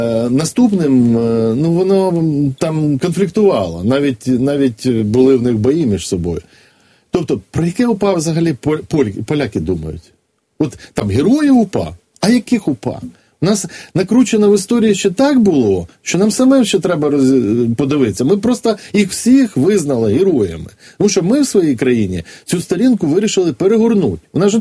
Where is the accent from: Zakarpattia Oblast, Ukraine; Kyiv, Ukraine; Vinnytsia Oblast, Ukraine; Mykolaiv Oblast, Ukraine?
Vinnytsia Oblast, Ukraine; Vinnytsia; я просто родом з Вінниці